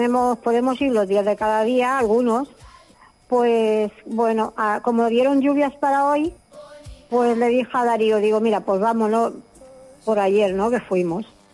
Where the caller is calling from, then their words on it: La Morera, Spain; aquí en La Morera.